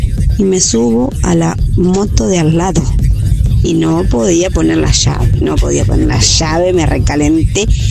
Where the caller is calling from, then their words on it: Casilda, Santa Fe, Argentina; soy de Casilda.